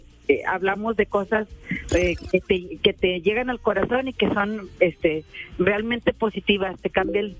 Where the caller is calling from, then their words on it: Ciudad Juárez, Monterrey, Nuevo León, Mexico; Vivo en Ciudad Juárez, en Monterrey, en Nuevo León.